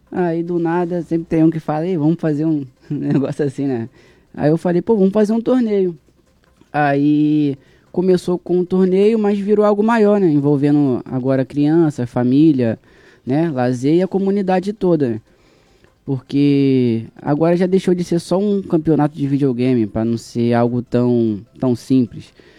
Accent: Arraial do Cabo, Rio de Janeiro, Brazil; also born or lived in Bom Jesus do Itabapoana; eu moro lá no morro desde criança, cara. Só não nasci lá, eu nasci em Bom Jesus de Itabapuana, mas só nasci também. Entendi. Aí vim pra Arraial novo, meus pais vieram pra Arraial, eu era novo. Moro lá minha vida toda

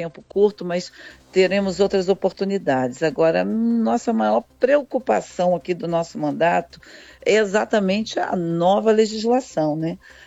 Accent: Maricá, Rio de Janeiro, Brazil; Eu sou de Maricá, mas tenho também residência em Arraial

